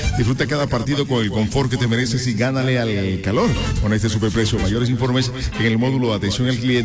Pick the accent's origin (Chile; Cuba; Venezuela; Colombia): Colombia; Yo soy de Colombia, el país de la bell